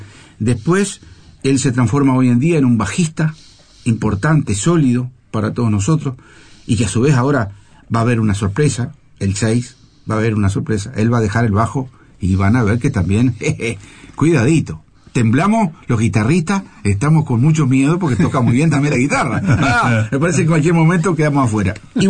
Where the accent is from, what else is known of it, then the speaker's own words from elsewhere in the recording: Ombúes de Lavalle, Colonia, Uruguay; moved away; Yo me crié en Ombú de la Valle, en el cual la música que consumía era argentina.